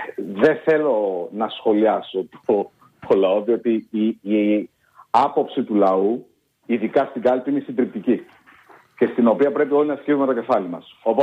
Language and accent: Greek; Greece; συλλογικά προφανώς ως Έλληνες και ως Ελλάδα.